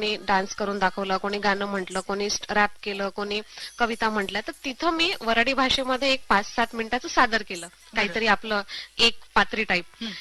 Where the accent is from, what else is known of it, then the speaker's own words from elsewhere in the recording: Pulgaon, Maharashtra, India; तर जसं मी सांगितलं की मी पुलगाव, वर्धेनंतर जे पुलगाव आहे तिथे विटाळा म्हणून ते आमचं गाव आहे. सो माझं बालपण तिथे गेलं आणि 12वी पर्यंत तिथेच शिक्षण झालं.